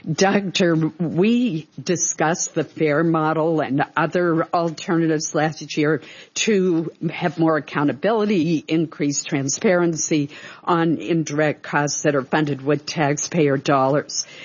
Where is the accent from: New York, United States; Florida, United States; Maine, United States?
Maine, United States; to entities in my home state of Maine.